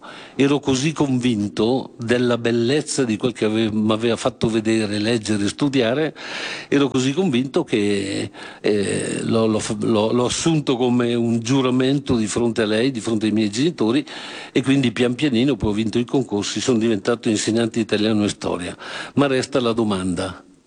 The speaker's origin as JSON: {"language": "Italian", "town": "Trescore Balneario", "region": "Lombardy", "country": "Italy", "tie": "born or raised there", "said": "Trescore Balneario, che è il mio paese nativo."}